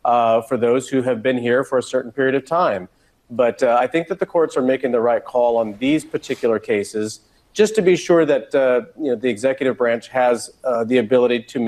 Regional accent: Indiana, United States; I come from Northeast Indiana, where we have a lot of workers there that work in the agricultural industry as well as the manufacturing industry.

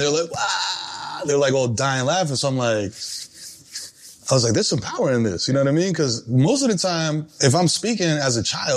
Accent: New York City, New York, United States; Dominican kid growing up in the Bronx, first generation

